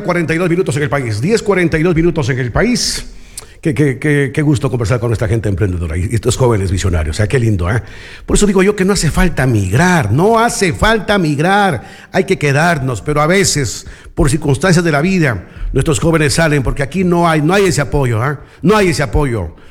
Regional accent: Chuquiribamba, Loja, Ecuador; now in Loja, Ecuador; mi tierra Chuquiribamba

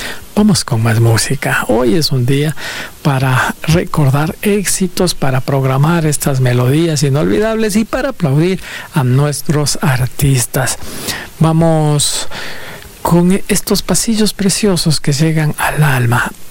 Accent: Ecuador; Y este gráfico de lo que somos los ecuatorianos. ¿De dónde vengo? Sí, de la mitad del mundo. Vengo de la serranía, vengo del litoral, de la Amazonía, del archipiélago.

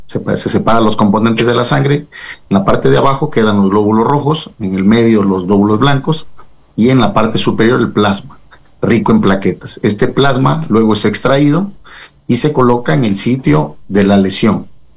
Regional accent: Cuenca, Azuay, Ecuador; soy de Cuenca

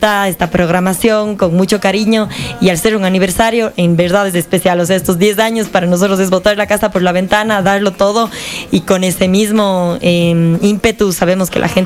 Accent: Ecuador

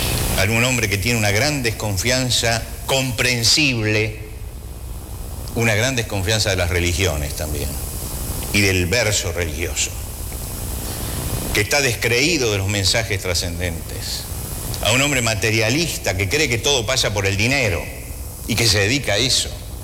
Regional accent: Argentina

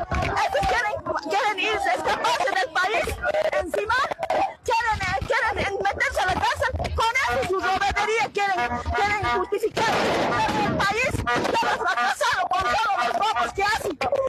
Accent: Bolivia; Así como los bolivianos le hemos hecho sentar a esa silla presidencial, a esa de los bolivianos le podemos retirar de esa silla presidencial.

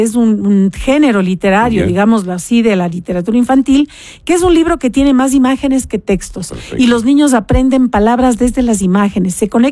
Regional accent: Cuenca, Azuay, Ecuador; born there; now in Quito, Ecuador; yo nací en Cuenca, pero vivo en Quito más de 40 años.

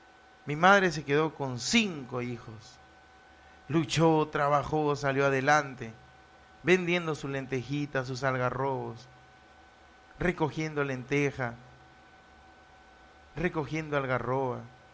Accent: Peru; born there; mi pueblo joven, mi Puente El Pavo

